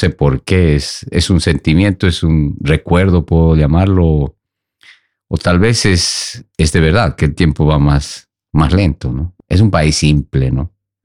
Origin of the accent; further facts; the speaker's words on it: Sucre, Chuquisaca, Bolivia; also born or lived in Camargo; Bueno, yo soy de Sucre, es una ciudad al centro de Bolivia, ¿no? Pero también me he criado en la infancia mucho un poco más al sur, en un pueblo donde es mi madre, que se llama Camargo